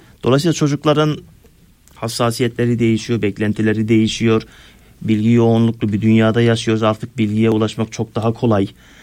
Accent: Osmaniye, Turkey; Ben Çukurovalıyım, Osmaniyeliyim. Yazları büyüklerle, yaşlılarla, aile büyüklerimizle yaylalara giderdik değerli hocam.

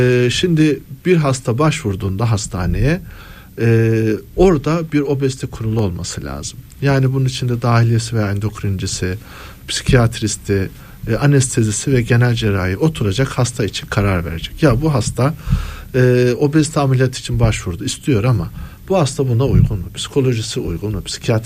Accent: Giresun, Turkey; Ben mesela Giresunluyum. Gidiyorsun bağına, bahçene, tarlana, onu yakıyordun.

